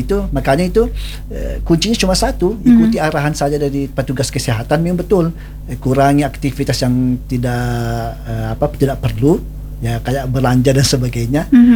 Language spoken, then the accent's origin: Indonesian; Bone, South Sulawesi, Indonesia; Kami juga khususnya Bone, orang Bone